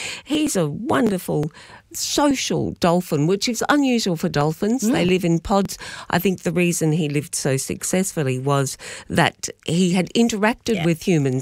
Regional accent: Melbourne, Victoria, Australia; It's not what I was used to back here. When I came back to Melbourne, I carried with me the initial impulse to smile at anyone

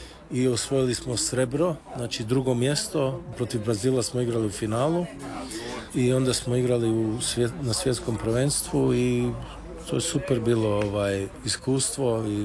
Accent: Australia; Na milion puta sam to slušao kao klinac u Australiji.

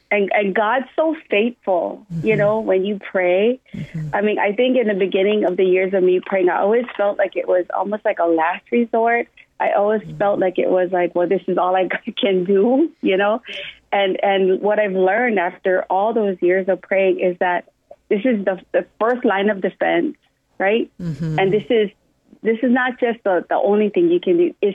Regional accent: Hawaii, United States; I'm from Wamnala, born and raised, so that song is very dear to me.

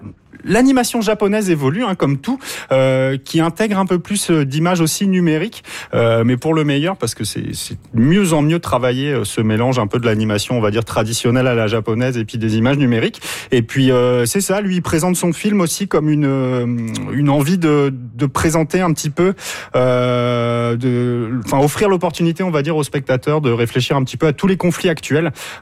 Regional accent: France; moved away; Alors, moi, je viens de France et puis je pense qu'on est dans la position où était, ça s'entend, hein, la position où était la France

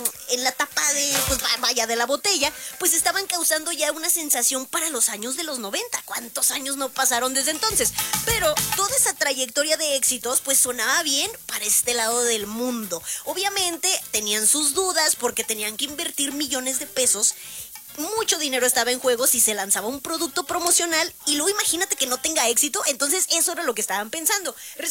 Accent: Mexico; nosotros como mexicanos

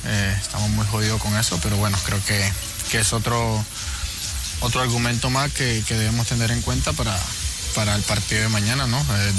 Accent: Colombia; moved away; nosotros los colombianos

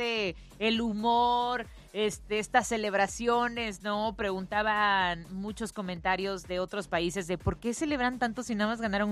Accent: Mexico; Desde la perspectiva somos mexicanos.

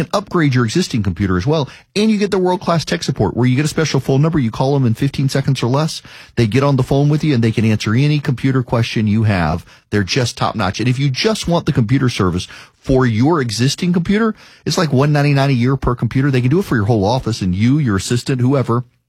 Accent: Baton Rouge, Louisiana, United States; Paul Harvey had the stronger signal growing up in Louisiana. In Baton Rouge, he was on the country station

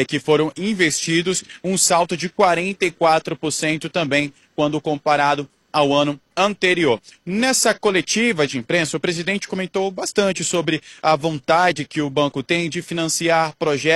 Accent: Roraima, Brazil

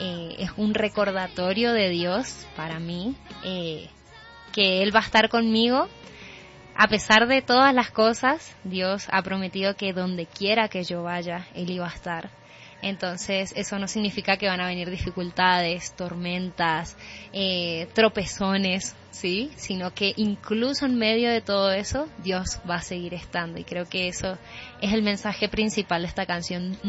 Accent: Resistencia, Chaco, Argentina; una chica de Resistencia Chaco

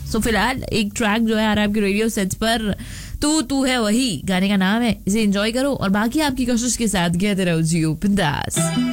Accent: Bhopal, Madhya Pradesh, India; moved away; मैं तो देखो भोपाल से बाहर आ गई हूँ, लेकिन भोपाल मुझसे बाहर नहीं आ पा रहा है. भोपाल का इंडिया का स्केड्यूल जो है वो मेरे अंदर से बाहर नहीं आ पा रहा है.

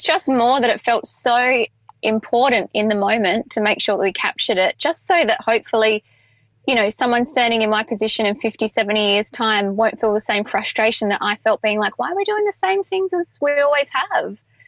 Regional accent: Perth, Western Australia, Australia

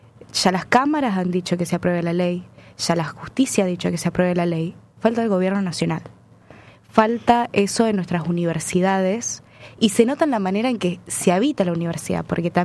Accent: Misiones, Argentina; moved away; Yo soy de Misiones, por ejemplo.

